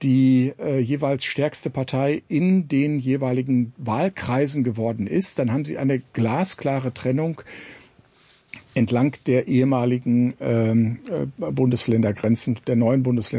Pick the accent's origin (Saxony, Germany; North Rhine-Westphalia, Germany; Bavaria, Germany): North Rhine-Westphalia, Germany; ich meine, ich komme aus Nordrhein-Westfalen.